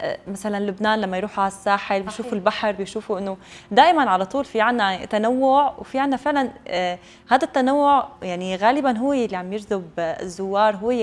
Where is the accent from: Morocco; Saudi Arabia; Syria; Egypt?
Syria; كل محافظة عنا بسوريا مختلفة تماماً وعندها هوية خاصة عن المحافظة الثانية.